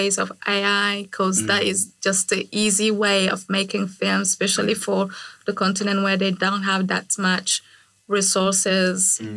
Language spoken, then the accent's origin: English; Niger; English is a second language; I grew up in Niger, and used to be a French colony, and we speak French. And growing up, my father thought it was best for me to speak the language, French.